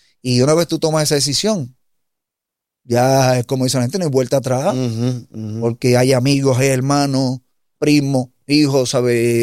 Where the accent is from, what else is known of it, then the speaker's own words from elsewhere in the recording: Puerto Rico; nosotros como puertorriqueños